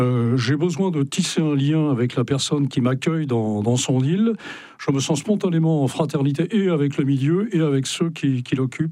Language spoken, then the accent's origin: French; Lanildut, Brittany, France; surtout au large de la Béryldut, qui est le village de mon enfance dans le Finistère Nord.